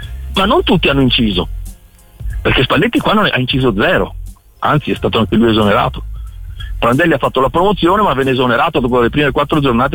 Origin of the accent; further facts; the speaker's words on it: Catanzaro, Calabria, Italy; born there; Io sono nato a Catanzaro, ma non ho mai vissuto a Catanzaro.